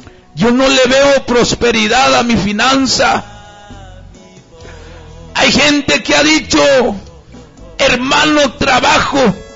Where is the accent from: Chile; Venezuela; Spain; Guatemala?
Guatemala